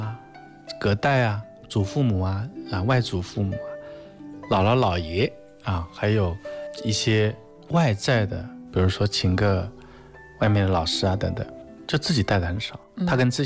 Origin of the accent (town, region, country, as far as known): China